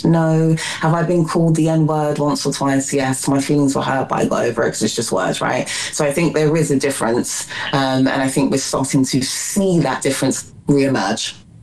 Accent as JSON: {"language": "English", "country": "United Kingdom", "said": "I'm British, but that's nationally. Like, my nationality, my citizenship is British. In terms of my ethnicity, well, I'm half Jamaican, half Nigerian."}